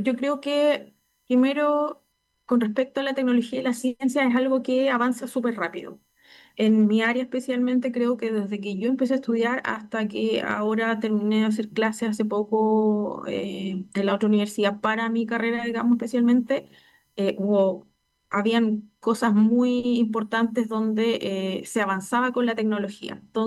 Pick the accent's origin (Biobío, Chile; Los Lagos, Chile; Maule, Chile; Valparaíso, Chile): Los Lagos, Chile; Chiloé; now in Puerto Montt, Chile; soy chilota de origen, pero no me alejé mucho de mi isla, así que estoy aquí cerca.